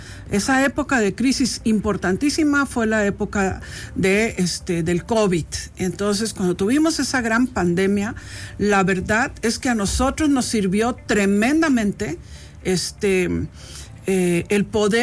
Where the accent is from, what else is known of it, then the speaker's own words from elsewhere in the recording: Mexico; los mexicanos decidimos qué queremos en nuestro país